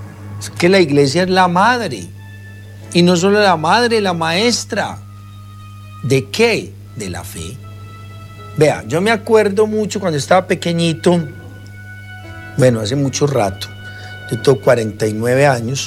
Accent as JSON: {"language": "Spanish", "town": "Sabaneta", "region": "Antioquia", "country": "Colombia", "tie": "born or raised there", "accent": "paisa", "said": "nosotros somos de Sabaneta"}